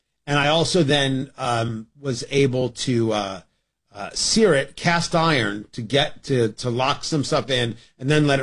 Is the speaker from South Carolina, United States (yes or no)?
no; Indiana, United States; we're from Indiana.